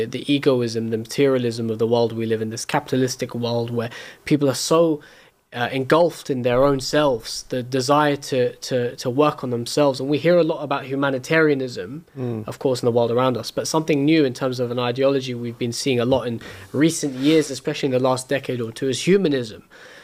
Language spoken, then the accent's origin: English; London, United Kingdom; I feel reflecting growing up in London, which I would argue, I don't know about you, Sheikh, but I feel London is the hub of Western Shiism.